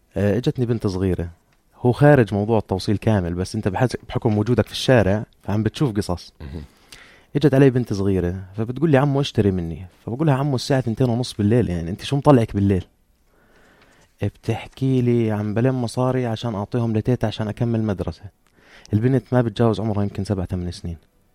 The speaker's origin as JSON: {"language": "Arabic", "country": "Jordan", "said": "مجتمعنا الاردني مجتمع فزعات"}